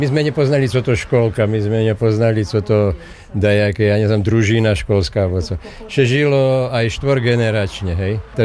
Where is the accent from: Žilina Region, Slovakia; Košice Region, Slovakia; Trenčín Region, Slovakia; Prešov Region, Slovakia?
Prešov Region, Slovakia; U nás v Šarišu še tému utorí, že komenciaši, to je taký ten šarišský výraz